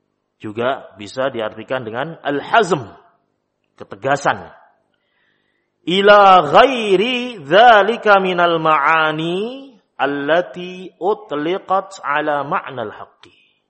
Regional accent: Java, Indonesia; Kalau dalam istilah kita orang Jawa

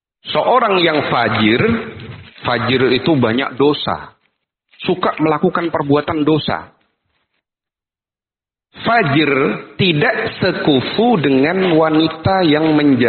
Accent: Medan, North Sumatra, Indonesia; berarti tidak boleh bagi kita orang Medan nikah sama orang Arab.

